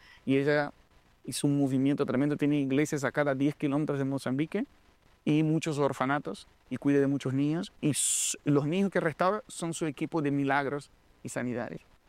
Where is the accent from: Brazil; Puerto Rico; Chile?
Brazil; Rio de Janeiro; born there; Spanish is a second language; mi testimonio es que nací en Río de Janeiro, en una familia normal